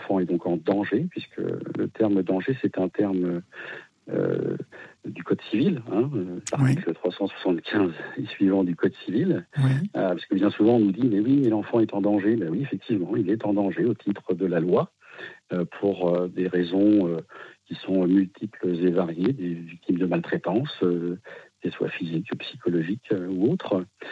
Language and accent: French; Pays de la Loire, France; Alors je suis du Maine-et-Loire.